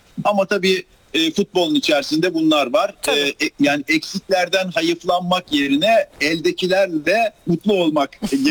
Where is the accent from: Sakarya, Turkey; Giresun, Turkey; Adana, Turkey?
Giresun, Turkey; ben Giresunlu olarak 28 numara bizim plaka numaramız.